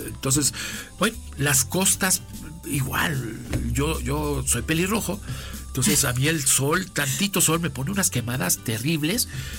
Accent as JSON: {"language": "Spanish", "region": "Puebla", "country": "Mexico", "moved": "as an adult", "said": "nosotros somos de Puebla, y mi esposa es de Guadalajara."}